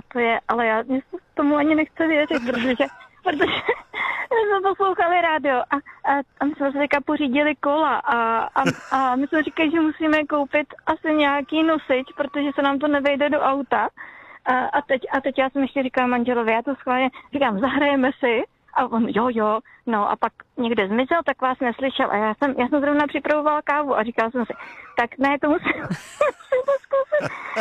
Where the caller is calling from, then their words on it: Lanškroun, Pardubice Region, Czechia; Jsem z Lanškrouna.